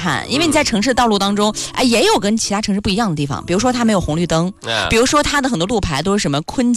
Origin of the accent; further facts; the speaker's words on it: Xinjiang, China; now in Nanjing, China; 它在我的家乡新疆哈